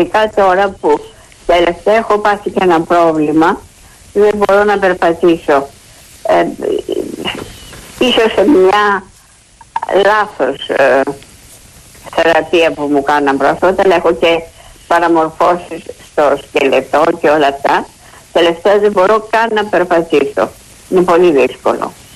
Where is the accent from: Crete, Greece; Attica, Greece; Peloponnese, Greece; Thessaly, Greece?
Attica, Greece; Athens; born there; now in Piraeus, Greece